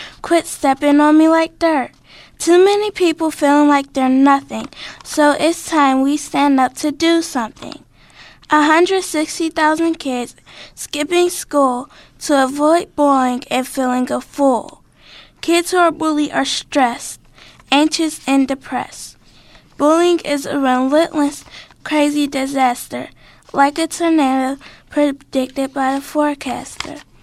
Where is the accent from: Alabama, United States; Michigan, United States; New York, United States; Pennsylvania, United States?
Pennsylvania, United States; now in Wilkinsburg, United States